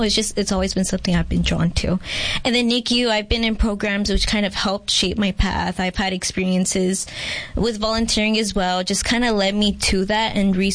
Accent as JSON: {"language": "English", "town": "Somerton", "region": "Arizona", "country": "United States", "tie": "born or raised there", "also_born_or_lived": "Georgia", "said": "So I am from Somerton, born in Georgia."}